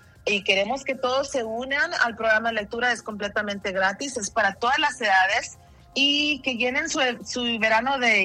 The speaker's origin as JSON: {"language": "Spanish", "country": "Mexico", "said": "a mí como mexicana"}